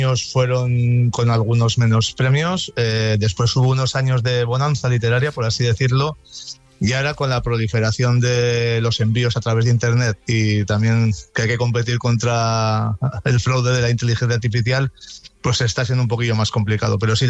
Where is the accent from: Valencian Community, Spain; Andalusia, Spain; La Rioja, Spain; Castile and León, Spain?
La Rioja, Spain; Haro; en el certamen San Felices del Bilibio, que además es de mi pueblo, en Aro